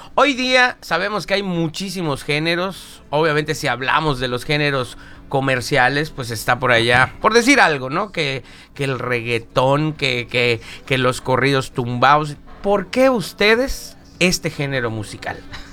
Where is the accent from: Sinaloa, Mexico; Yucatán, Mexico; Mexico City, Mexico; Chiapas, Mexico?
Yucatán, Mexico; los yucatecos nos gusta abrazar a la gente que viene a vivir acá.